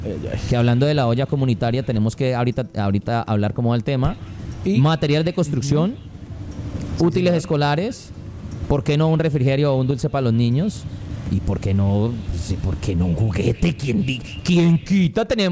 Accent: Cali, Valle del Cauca, Colombia; como caleños apoyemos a los caleños

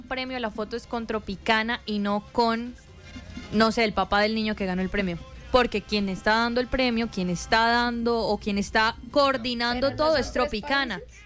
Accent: Colombia; Tampoco es como que nosotros como colombianos de verdad

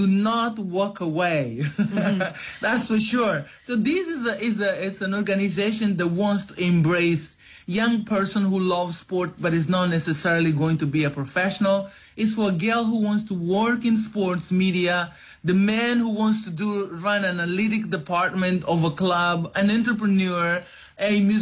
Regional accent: Mozambique; moved away; also born or lived in United States / Spain; I am from Mozambique.

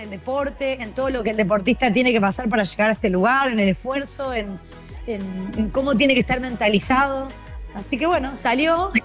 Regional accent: Santa Fe, Argentina

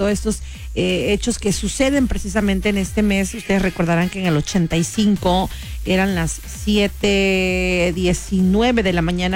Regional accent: Mexico

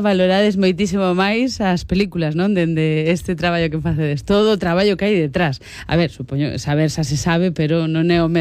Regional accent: Bilbao, Basque Country, Spain; Sí, había un programa que daban en la ETV, yo soy de Bilbao, y era de búsqueda de gazapos.

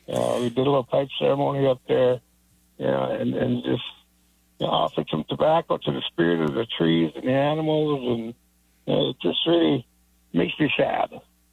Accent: Minnesota, United States; now in Duluth, United States; I live up in Duluth, Minnesota. I'm originally from the Whiteridge Reservation up in Minnesota

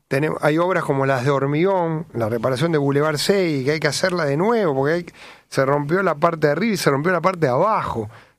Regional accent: Rosario, Santa Fe, Argentina; No perdamos como rosarino, como ese sentimiento de orgullo por esta ciudad

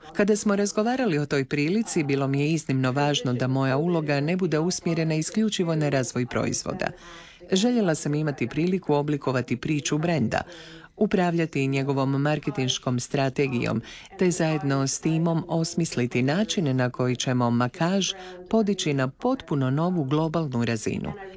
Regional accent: Canada; Ja sam odrasla u Kanadi, ali odgojili su me hrvatski roditelji.

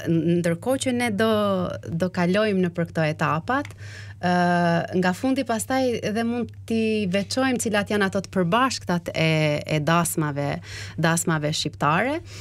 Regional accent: Has, Kukës County, Albania; Unë jam nga Veriu i Shqipërisë, nga Hasi.

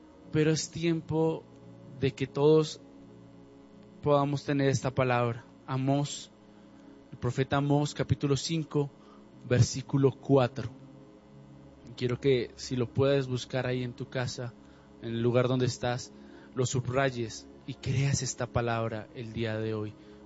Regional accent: Colombia

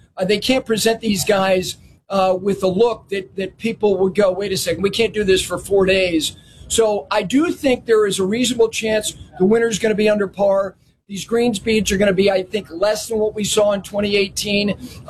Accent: New Jersey, United States; I grew up on the Jersey side of things.

